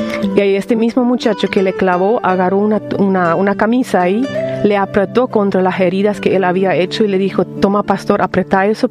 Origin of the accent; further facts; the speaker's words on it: Paraguay; del Paraguay.